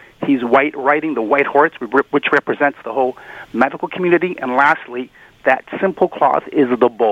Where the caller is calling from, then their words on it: Brampton, Ontario, Canada; By the way, it's Brampton, not Brantford.